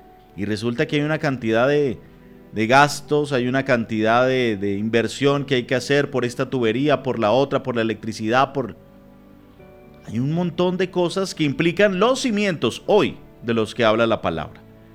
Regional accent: Venezuela

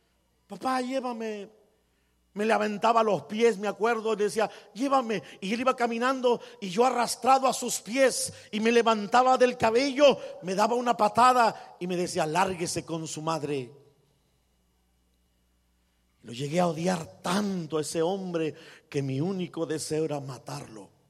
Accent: Guadalajara, Jalisco, Mexico; now in United States; Primero porque me salí de Guadalajara porque había balaceado unas personas y me tuve que venir a esconder a los Estados Unidos.

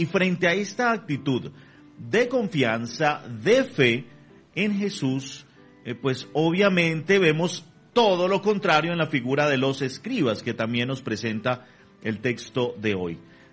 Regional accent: Venezuela; Y aquí mi llamado también y mi reflexión personal como venezolano, mi reflexión hacia mis hermanos venezolanos

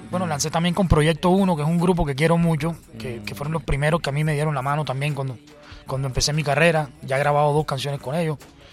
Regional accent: Cartagena, Bolívar, Colombia; mi tierra, Cartagena de Indias, un álbum que es inspirado en mi ciudad, que ha sido toda la vida. A mí siempre me ha inspirado Cartagena.

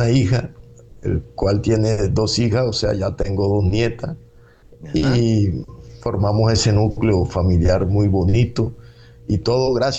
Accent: Barranquilla, Atlántico, Colombia; born there; also born or lived in Orihueca, Magdalena, Colombia; now in Soledad, Colombia; Nací en un corregimiento Orihueca, Magdalena, allí cerca de la zona bananera de Santa Marta, que estuve mucho tiempo. Bueno, soy del Magdalena allí, pero a la edad de 9 años me vine para Barranquilla. Exactamente, me radiqué por allá por Soledad.

